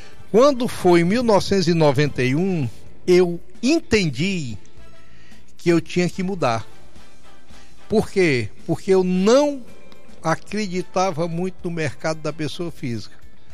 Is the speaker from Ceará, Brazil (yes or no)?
yes; Fortaleza, Ceará, Brazil; moved away as an adult; Eu sou cearense, nascido em Fortaleza